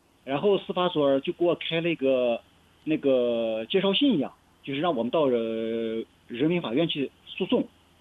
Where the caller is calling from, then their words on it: Xinjiang, China; 按照咱们新疆的政策，就是说，就是按照咱们伊犁政策